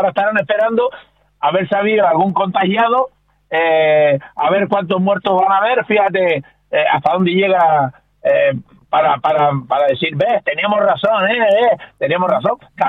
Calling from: Canary Islands, Spain; los canarios siempre hemos sido solidarios y hemos sido humanitarios

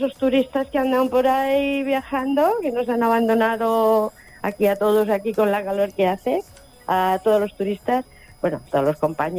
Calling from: Barcelona, Catalonia, Spain; estoy en Barcelona.

